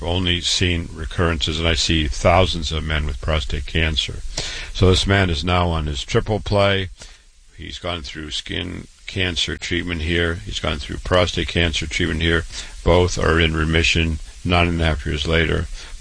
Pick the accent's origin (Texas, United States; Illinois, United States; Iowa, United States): Iowa, United States; Waterloo; now in New York, United States; born and raised in Waterloo, Iowa